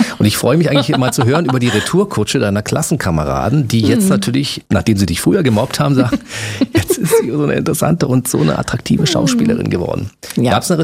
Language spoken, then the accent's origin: German; Berlin, Germany; Ich bin ja Berliner.